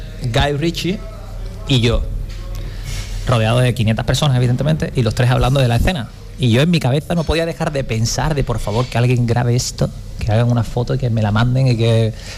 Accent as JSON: {"language": "Spanish", "town": "Cádiz", "region": "Andalusia", "country": "Spain", "said": "le dije que soy de Cádiz."}